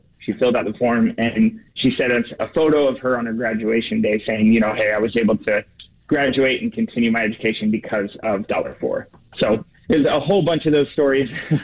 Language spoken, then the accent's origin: English; Portland, United States; born or raised there